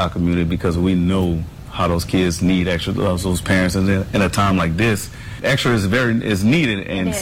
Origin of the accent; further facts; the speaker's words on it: Rayne, Louisiana, United States; So Brandon and I, we're both from Rain.